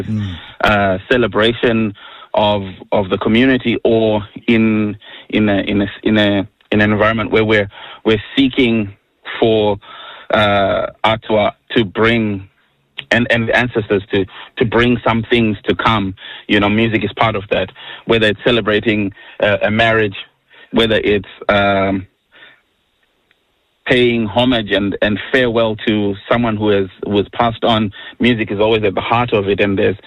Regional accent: Zimbabwe; growing up in Zimbabwe, you have quite a big celebration of traditional music.

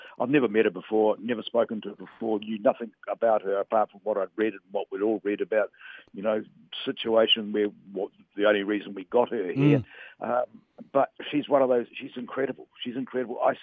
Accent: Samoa; moved away; because of my Samoan background. I grew up in Western Samoa, so that background for me has always been an important part of my life.

